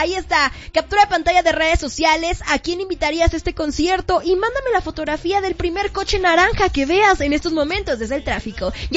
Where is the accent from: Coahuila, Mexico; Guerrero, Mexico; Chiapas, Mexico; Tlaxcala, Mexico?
Guerrero, Mexico; Acapulco; Entonces, me sentí acá muy halagada porque, si no sabías, yo soy de Acapulco, Guerrero.